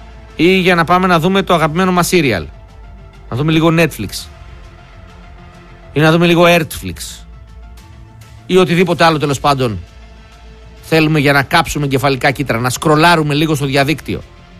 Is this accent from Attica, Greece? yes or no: no; Thessaloniki, Central Macedonia, Greece; εγώ είμαι Θεσσαλονικιός